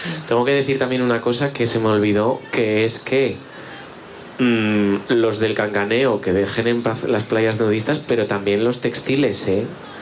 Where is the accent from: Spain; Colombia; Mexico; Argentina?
Spain; yo también soy maricón de España